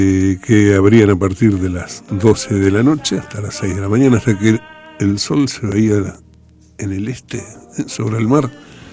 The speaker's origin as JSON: {"language": "Spanish", "town": "Comodoro Rivadavia", "region": "Chubut", "country": "Argentina", "tie": "born or raised there", "moved": "yes", "said": "En mi adolescencia, en Comodoro Rivadavia"}